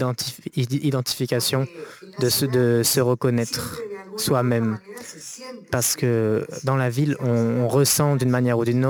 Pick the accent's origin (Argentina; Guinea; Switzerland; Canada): Argentina; Je viens d'Argentine, je suis une femme indigène du peuple Koya.